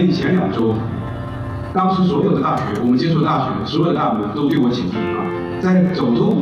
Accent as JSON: {"language": "Chinese", "town": "Ningbo", "region": "Zhejiang", "country": "China", "tie": "born or raised there", "said": "是我的父亲啊，在第八次从宁波，我的家乡宁波，跑到了杭州啊"}